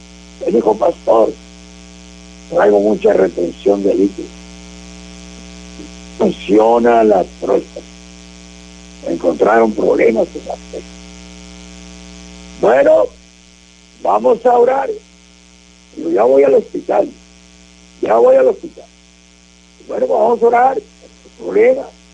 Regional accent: Río Bravo, Tamaulipas, Mexico; yo soy del pueblo de Río Bravo. Yo viví en Río Bravo, en la enfrente de la plaza principal de Río Bravo. Ahí vivieron mis padres, ahí vivimos.

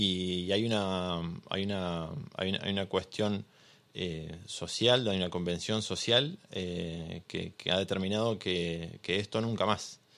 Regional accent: Argentina; me puso muy contento ver la cantidad de gente que inundó en mi país, en Buenos Aires y en todas las plazas del país

